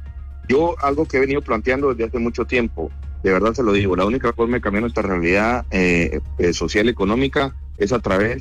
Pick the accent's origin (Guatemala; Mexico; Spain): Guatemala; único que no es rígido son los costos de los extranjeros que nos imponen aquí a los guatemaltecos, y somos los guatemaltecos los que pagamos las utilidades de estos extranjeros que vienen aquí a Guatemala